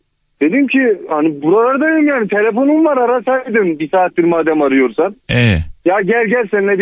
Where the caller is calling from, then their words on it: Erzurum, Turkey; Erzurum'dan arıyorum.